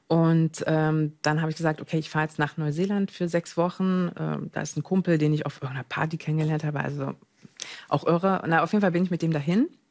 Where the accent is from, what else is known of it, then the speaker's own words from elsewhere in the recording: East Germany, Germany; Ich komme aus dem Osten. Du bist was, wenn du leistest.